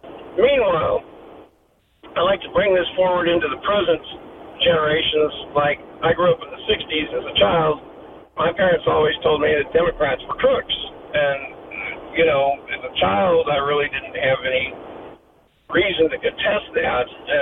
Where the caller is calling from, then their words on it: Tennessee, United States; I'm from Tennessee, which sparked my interest with all the redistricting involved. I'm currently driving through Arkansas, so if my cell phone cuts out, I apologize.